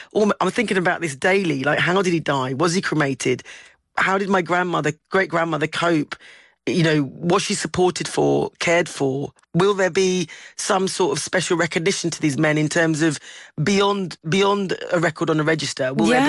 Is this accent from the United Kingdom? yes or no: yes; England, United Kingdom; when I was growing up and I was learning about World War I and World War II in school, you know, because I'm English